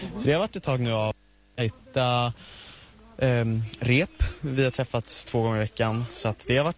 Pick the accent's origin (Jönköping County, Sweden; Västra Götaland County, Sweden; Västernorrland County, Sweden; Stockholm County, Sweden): Stockholm County, Sweden; Nacka; Jag är från Nacka.